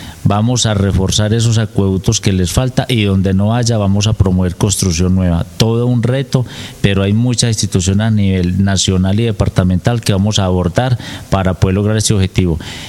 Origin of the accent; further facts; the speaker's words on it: Caicedo, Antioquia, Colombia; Soy de Caicedo